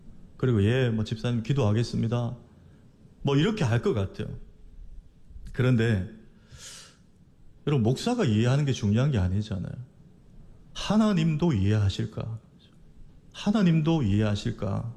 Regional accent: Busan, South Korea; 그 당시 저는 이제 부산시 금정구 남산동에서 어린 시절 자랐는데, 부산시 금정구 구서동에 그 당시에 제일 부자들이 사는 아파트가 있었는데

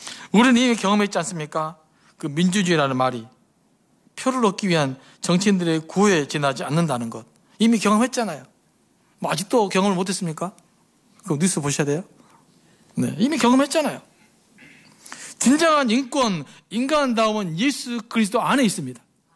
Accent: Suncheon, South Jeolla, South Korea; 제가 이제 순천 출신인데

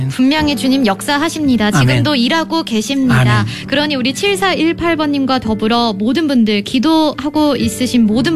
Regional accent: North Jeolla, South Korea; 제 고향이 전북이라서 더 마음이 좋네요.

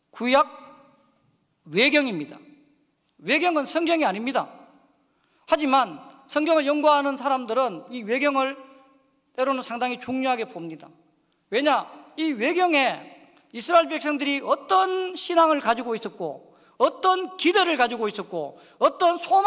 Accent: Yeongcheon, North Gyeongsang, South Korea; 제가 영천 사람인데

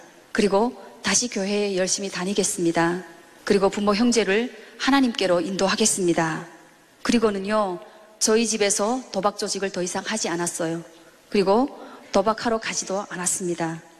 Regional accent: North Korea; moved away; also born or lived in China; 저도 같은 탈북민이고

